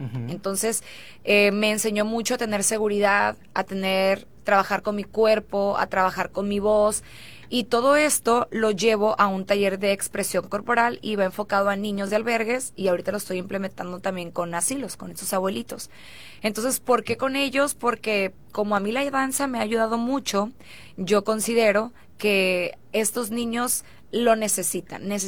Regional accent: Sinaloa, Mexico; siendo 100% sinaloense, 100% colichi, como nos dicen.

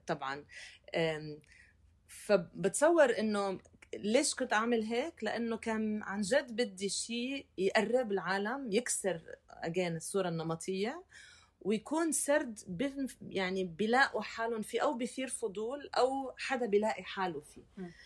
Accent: Palestine; انا فلسطينية. يعني تخيل انا لهجتي يمكن ما بعرف، ساعة يقول لي تونسية، ساعة يقول لي كذا، ساعة يقول لي اردن، ساعة يقول سوريا، بس ما تخيل فلسطين

